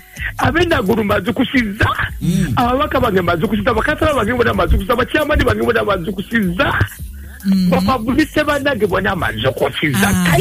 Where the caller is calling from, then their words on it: Central Region, Uganda; here in Naguru.